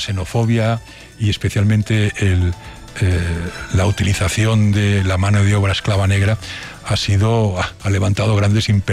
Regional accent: Barcelona, Catalonia, Spain; Yo recuerdo en Cataluña, por ejemplo, de donde soy de Barcelona, como he dicho varias veces

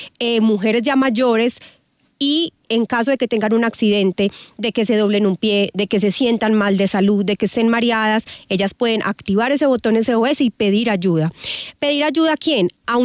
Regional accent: Antioquia, Colombia; Bueno, soy antioqueña de 36 años. Soy mamá.

